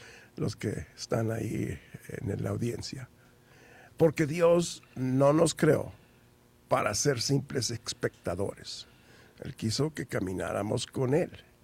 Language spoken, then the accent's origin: Spanish; Puerto Rico; now in Mexico; Hola chicos, yo soy de Puerto Rico, pero ya tengo 50 años aquí en México